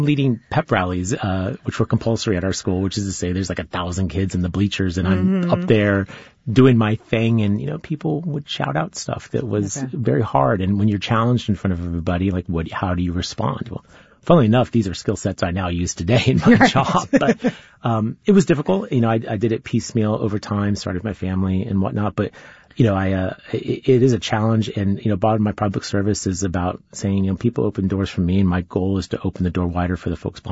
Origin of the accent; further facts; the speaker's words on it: San Diego, California, United States; growing up in Claremont was very instructive for my political career